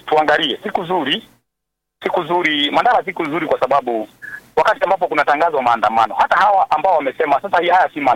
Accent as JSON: {"language": "Swahili", "region": "Morogoro", "country": "Tanzania", "said": "Unajua nimetoka Moro na niko Salga."}